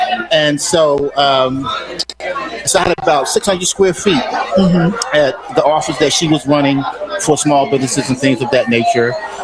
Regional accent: Philadelphia, Pennsylvania, United States; I'm born and raised in Germantown. I'm from Uptown.

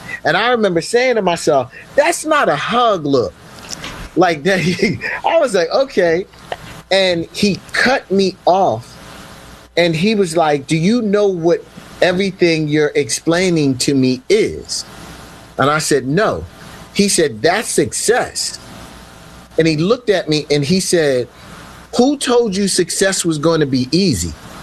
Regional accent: Philadelphia, Pennsylvania, United States; growing up in West Philly

